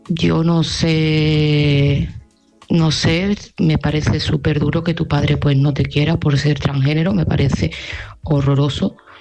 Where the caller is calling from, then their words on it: Seville, Andalusia, Spain; de Sevilla